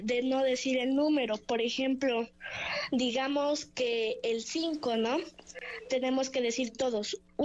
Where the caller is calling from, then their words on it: Ibarra, Imbabura, Ecuador; De Ibarra.